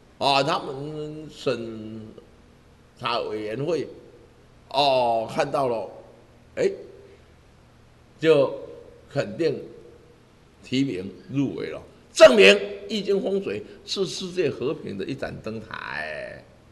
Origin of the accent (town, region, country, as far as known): Taiwan